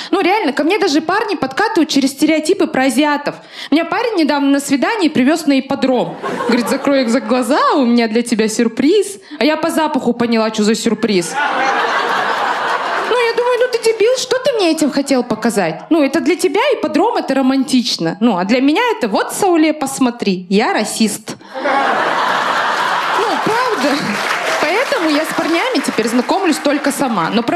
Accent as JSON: {"language": "Russian", "country": "Kazakhstan", "moved": "as an adult", "lives_now": "Moscow, Russia", "said": "«Ты казашка?» Я говорю: «Да»."}